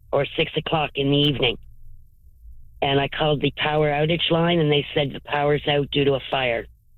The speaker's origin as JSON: {"language": "English", "region": "Ontario", "country": "Canada", "tie": "born or raised there", "moved": "yes", "said": "I'm used to living in the city growing up in Ontario, and I was so close to the stores and everything like"}